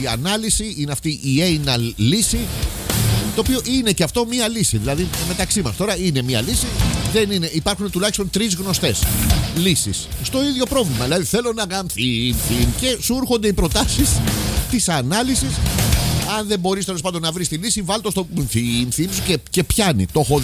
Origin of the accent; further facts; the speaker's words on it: Kypseli, Greece; Άγιο είχαμε και μεγαλώσαμε στην Κυψέλη να πούμε που είχαμε τα χωράφια του καθένας. Είχαμε τα πρόβατά μας